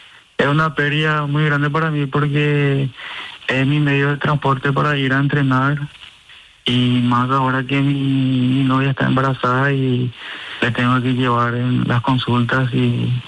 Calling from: Ipané, Central, Paraguay; estoy muy lejos también del lugar de entrenamiento, de salir de Ipané y irte a Luque

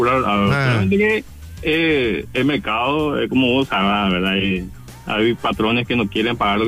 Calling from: Asunción, Paraguay; Ahora mismo estoy por Luque, pero yo soy de Asunción.

